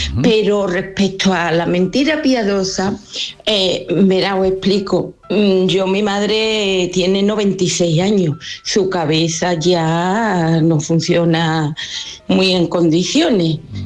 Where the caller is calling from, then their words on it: Dos Hermanas, Andalusia, Spain; Buenos días, Rafa y compañía. … de Dos Hermanas.